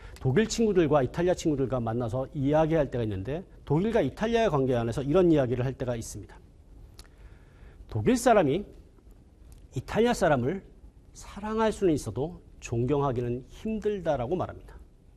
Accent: South Korea

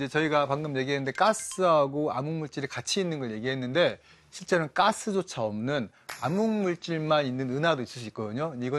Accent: Okgu, North Jeolla, South Korea; 제 고향이 이제 전라북도 옥구군 대하면 복교리거든요.

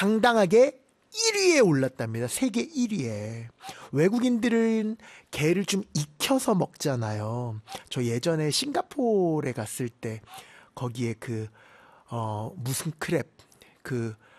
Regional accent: South Korea; 대한민국 사람으로서 정말 뿌듯하지 않으십니까?

